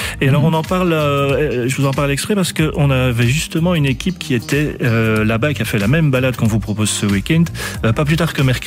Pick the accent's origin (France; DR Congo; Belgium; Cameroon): Belgium; Wallonia